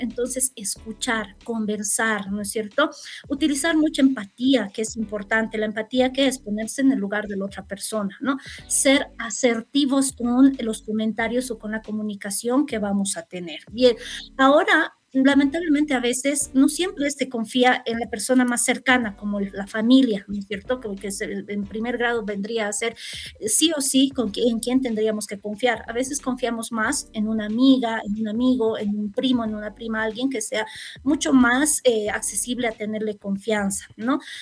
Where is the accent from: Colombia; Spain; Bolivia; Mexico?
Bolivia; como bolivianos, vamos a sobresalir.